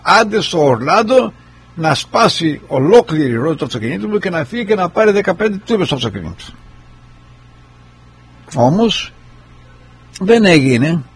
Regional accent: Kefalonia, Ionian Islands, Greece; now in United States; Από μωρό έχω βαφτιστεί Ορθόδοξος και ήμουνα και μεγάλωσα σε μοναστήρια στην Ελλάδα, στην Κεφαλονιά.

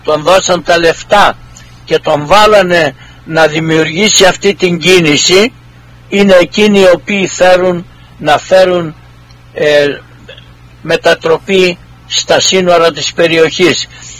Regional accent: Macedonia, Greece; την ιδιαίτερη πατρίδα μου, το όνομα της ιδιαίτερης πατρίδας μου

